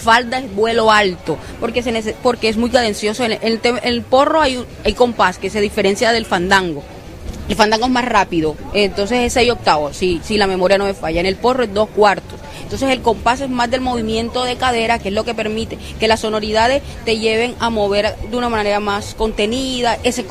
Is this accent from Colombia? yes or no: yes; Montería, Córdoba, Colombia; Bueno, yo soy una hija del Sinú. En definitiva, las personas, ser de Montería, ser de gran parte de Córdoba